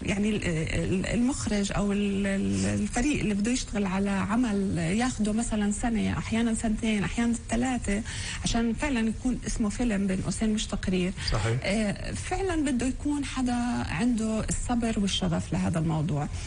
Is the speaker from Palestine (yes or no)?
yes; Palestine; القصص اللي عندنا في فلسطين